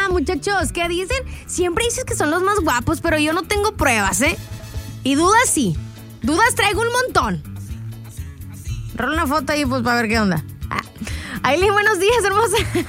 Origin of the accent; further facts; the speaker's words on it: Navojoa, Sonora, Mexico; saludos desde Navojoa, Sonora, mi pueblo querido. Mira nomás, así está el clima en Navojoa.